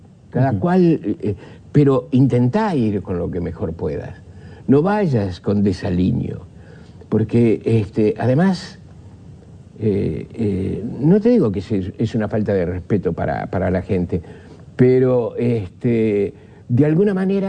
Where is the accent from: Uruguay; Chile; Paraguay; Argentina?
Uruguay; Somos uruguayos